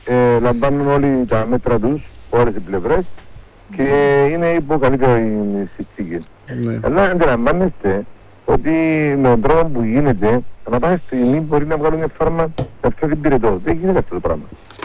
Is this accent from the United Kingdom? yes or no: no; Cyprus